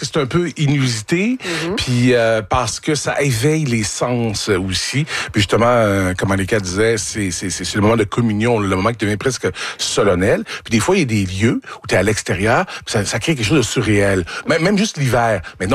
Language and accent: French; Quebec, Canada; Tu sais, moi, j'ai grandi en Mauricie, OK?